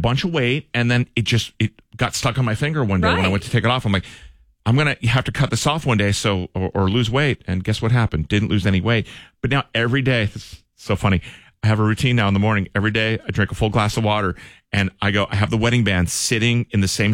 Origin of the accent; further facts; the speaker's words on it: Maryland, United States; Hey, listen, I'm from Maryland. We eat scrapple.